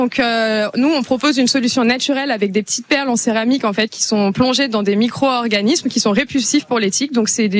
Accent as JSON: {"language": "French", "town": "Dieppe", "region": "Normandy", "country": "France", "said": "On est de Dieppe."}